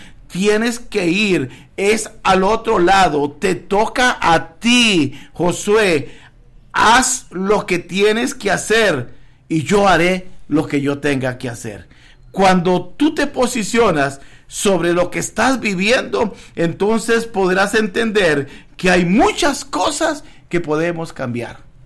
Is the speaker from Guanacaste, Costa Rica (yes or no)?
yes; Palmira, Guanacaste, Costa Rica; Palmira, Los Ángeles de Palmira, en mi tierra Guanacaste